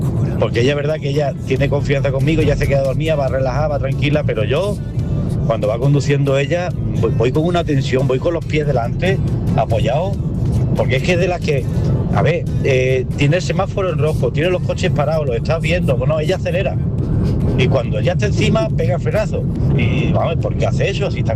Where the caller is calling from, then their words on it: Málaga, Andalusia, Spain; desde Málaga.